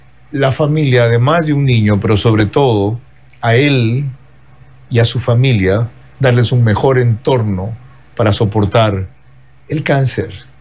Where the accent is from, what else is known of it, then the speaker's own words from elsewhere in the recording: Manabí, Ecuador; en mi tierra, ahí, en Manabí.